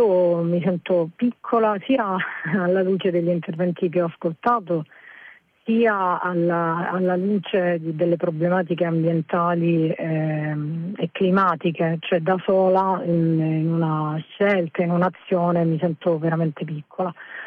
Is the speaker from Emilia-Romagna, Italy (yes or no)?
no; Calabria, Italy; moved away as an adult; also born or lived in Milan; è la mia terra, la Calabria